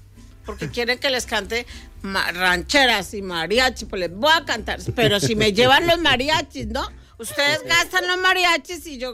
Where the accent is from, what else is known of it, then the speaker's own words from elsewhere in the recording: Colombia; Como saben que soy colombiana